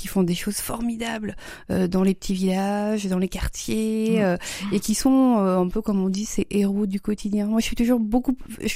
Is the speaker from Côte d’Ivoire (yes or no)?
no; Brittany, France; born there; also born or lived in Vitré / Mayenne / Paris; now in Rennes, France; je suis née à Vitré. J'ai pas grandi que dans le coin. Je suis née à Vitré, j'ai grandi en Mayenne, puis dans le Finistère. J'ai fait des études à Rennes et j'ai bossé à Paris avant de revenir avec évidemment grand plaisir depuis un peu plus de 15 ans déjà à Rennes